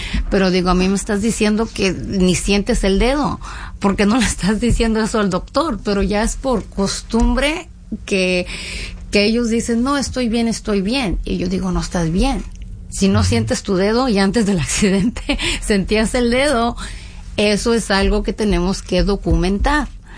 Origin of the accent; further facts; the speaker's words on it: Mexico; soy mexicana